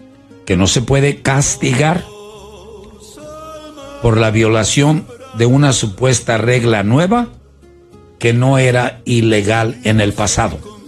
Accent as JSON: {"language": "Spanish", "town": "Medellín", "region": "Antioquia", "country": "Colombia", "moved": "yes", "lives_now": "United States", "said": "mi pueblo, la ciudad de Medellín, son entre las 10 mejores ciudades para vivir"}